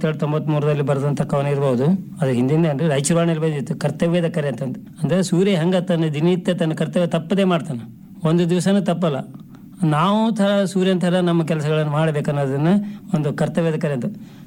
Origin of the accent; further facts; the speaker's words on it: Bagalwad, Karnataka, India; also born or lived in Sindhanur; ನಾನು ಆಗಿನ ಮಾನವಿ ತಾಲೂಕು, ಈಗಿನ ಸಿರಿವಾರ ತಾಲೂಕು, ಬಾಗಲವಾಡದಲ್ಲಿ 1960 ಜನಿಸಿದೆ. ಅದೇ ನನ್ನ ತಾಯಿ ತವರ ಮನೆ. ನಾವು ತಾಯಿ ಆಸ್ತಿಗೆ ಬಂದದ ಕಾರಣ ಇಲ್ಲೇ ಇದ್ವಿ.